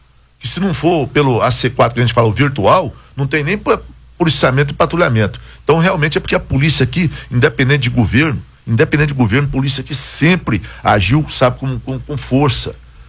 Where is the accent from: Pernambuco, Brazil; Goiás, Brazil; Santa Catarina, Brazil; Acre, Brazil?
Goiás, Brazil; Edéia; a Universidade Estadual de Goiás, lá da minha cidade, do Principado de Edéia, da minha mulher, foi fechada.